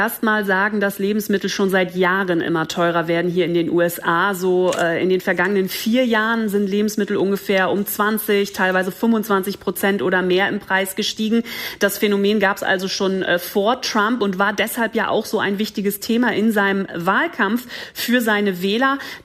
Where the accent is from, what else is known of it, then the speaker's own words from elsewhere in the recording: Germany; now in New York, United States; Ja, ich muss auch sagen, für mich als Deutsche fällt dann natürlich jedes Lidl- und Aldi-Schild sofort ins Auge.